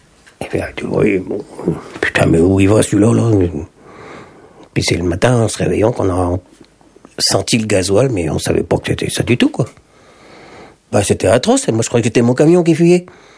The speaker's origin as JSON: {"language": "French", "area": "Trézien", "region": "Brittany", "country": "France", "said": "je suis marin pêcheur à l'Empole Plouarzel, enfin à Plouarzel, je suis de Trésien."}